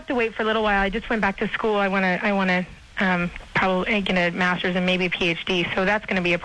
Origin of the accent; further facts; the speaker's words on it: Chico, California, United States; moved away as an adult; my hometown of Chico